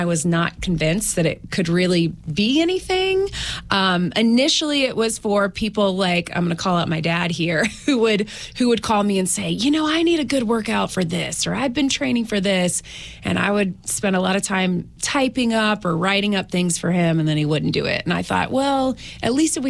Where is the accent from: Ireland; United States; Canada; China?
United States; Marion, Virginia; I'm from Marion, born and raised.